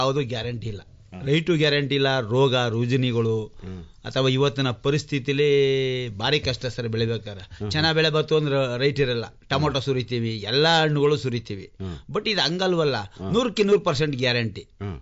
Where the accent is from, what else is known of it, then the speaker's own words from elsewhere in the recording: Kallipura, Karnataka, India; ನಮ್ಮ ಕಳ್ಳಿಪುರದಲ್ಲಿ ಆಡು ಕುರಿ ಸಾಕಾಣಿಕೆಯಲ್ಲಿ ಜೀವನ ಆಧಾರ.